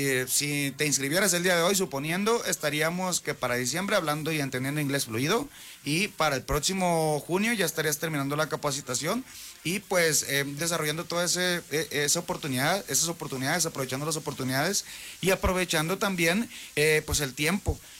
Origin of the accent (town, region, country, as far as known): Culiacán, Sinaloa, Mexico; moved away as an adult; now in San Luis Potosí, Mexico